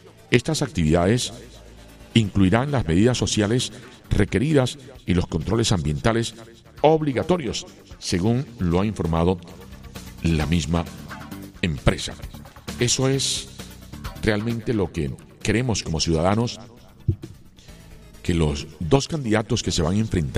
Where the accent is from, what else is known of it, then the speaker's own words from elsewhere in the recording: Colombia; deseosos como colombianos que empiece a solucionar cada una de las problemáticas que tenemos en nuestro territorio.